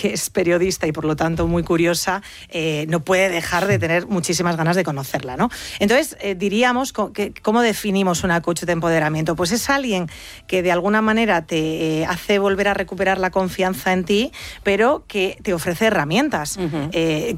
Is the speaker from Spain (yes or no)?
yes; León, Castile and León, Spain; born there; Toda mi familia es gallega, aunque yo nací en León.